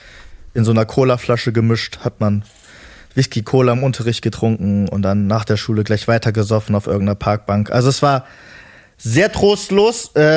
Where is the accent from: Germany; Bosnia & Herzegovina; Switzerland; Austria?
Germany; Hanover, Lower Saxony; ich bin gebürtig aus Hannover, da geht es schon ein bisschen ab.